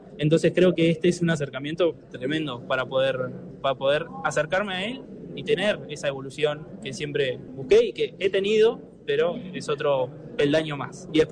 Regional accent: Durazno, Uruguay; Yo soy de Durazno, del barrio de Puerto Los Barriles.

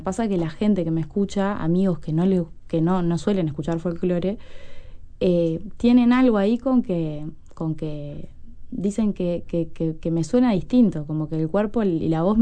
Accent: Canelones, Uruguay; yo soy de Canelones.

